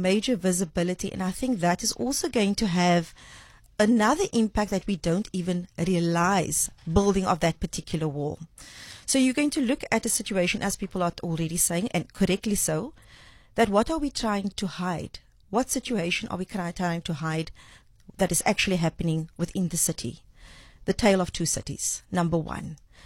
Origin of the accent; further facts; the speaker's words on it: Cape Town, Western Cape, South Africa; we are Cape Townian, we are South African, we live in this beautiful, diverse city and country, and it's called the Rainbow Nation.